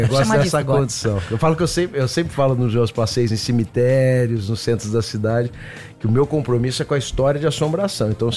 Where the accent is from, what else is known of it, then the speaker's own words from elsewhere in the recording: Campinas, São Paulo, Brazil; Eu sou de Campinas, a minha região ali, que é fronteiriça a Minas Gerais